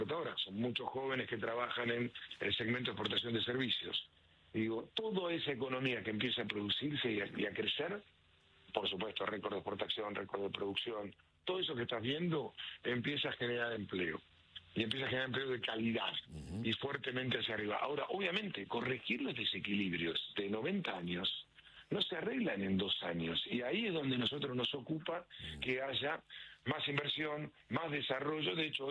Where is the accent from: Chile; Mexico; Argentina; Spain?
Argentina; este gigante que somos los argentinos o nuestro país, que estaba adormecido.